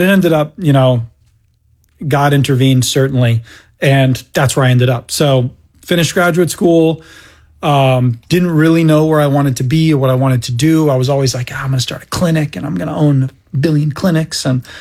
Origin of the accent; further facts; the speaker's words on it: Portland, Maine, United States; moved away as an adult; now in Florida, United States; Grew up just outside of Portland, Maine.